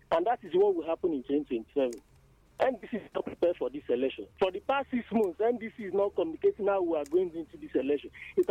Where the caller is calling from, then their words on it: Nigeria; I'm from Ibuezi North.